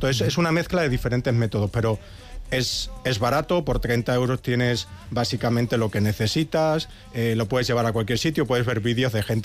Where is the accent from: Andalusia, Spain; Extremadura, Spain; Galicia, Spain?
Extremadura, Spain; moved away as an adult; now in Basque Country, Spain; Ah, de Extremadura.